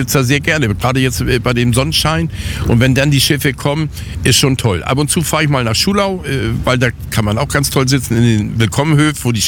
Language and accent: German; Hamburg, Germany; Auch da sitze ich als Hamburger immer ganz gern.